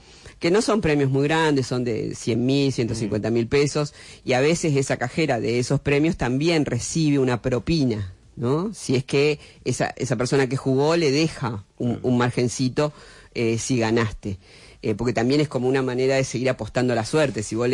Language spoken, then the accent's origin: Spanish; Santa Fe, Argentina; yo soy de Santa Fe, provincia de Buenos Aires